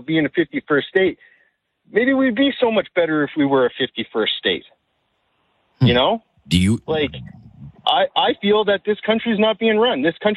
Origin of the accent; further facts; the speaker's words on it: Canada; I am Canadian. It irks me to see the way that this country has fallen since the Trudeau government, since Mark Carney.